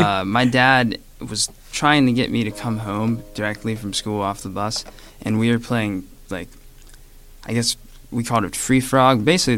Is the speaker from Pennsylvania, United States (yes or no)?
yes; West Mifflin, Pennsylvania, United States; Yes. I'm from West Mifflin, PA. I grew up with a theme park, like right in my window vicinity, first job.